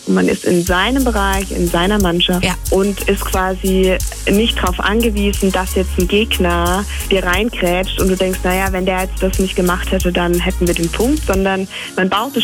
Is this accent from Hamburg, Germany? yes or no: no; Ihringen, Baden-Württemberg, Germany; ich komme aus Iringen und ich spiele seit über 15 Jahren in Gündlingen Volleyball.